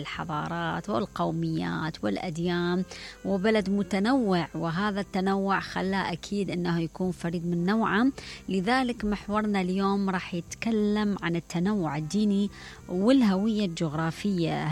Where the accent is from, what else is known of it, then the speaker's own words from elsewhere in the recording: Iraq; بلدنا العراق من شماله إلى جنوبه